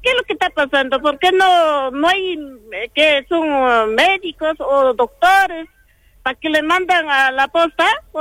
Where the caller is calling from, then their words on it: Cerro Colorado, Arequipa, Peru; Acá estoy llamando de Cerro Colorado.